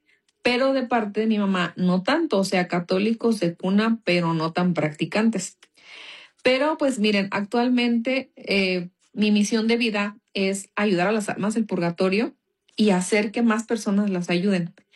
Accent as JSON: {"language": "Spanish", "country": "Mexico", "said": "soy de México, soy mexicana."}